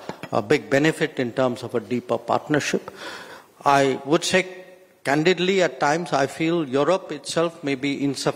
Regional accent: India; I would say as the Indian on the rostrum

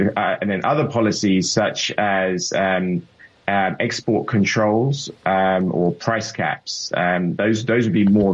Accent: United Kingdom; moved away; as a Brit coming here nearly 9 years ago now, I found it rather curious

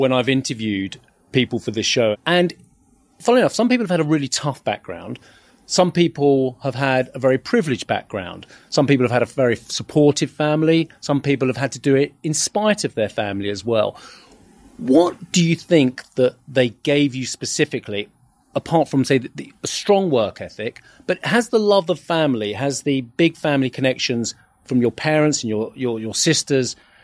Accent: Essex, East of England, United Kingdom; We're both from Essex

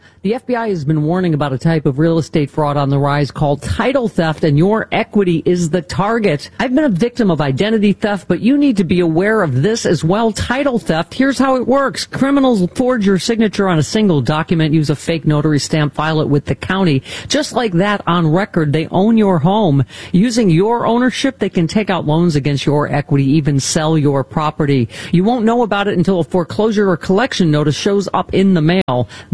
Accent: Buffalo, New York, United States; also born or lived in Minnesota; now in Southern California, United States; I'm from Buffalo, and people are like, oh, you like cold weather? I'm like, no, I do not.

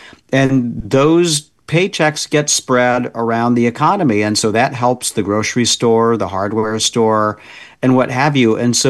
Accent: Indiana, United States; I was just back in my home state of Indiana and saw Lilly building a big factory outside of Indianapolis

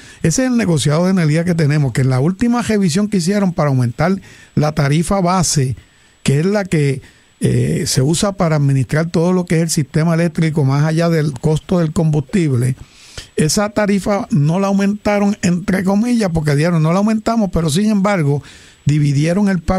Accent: Puerto Rico

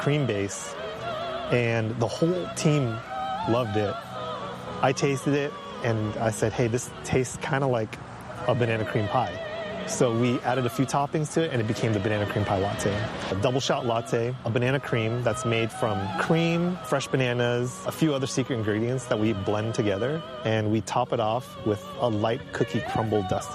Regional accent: San Francisco, California, United States; So, born and raised in San Francisco, lived there for most of my life, and my wife Kathy is from San Jose.

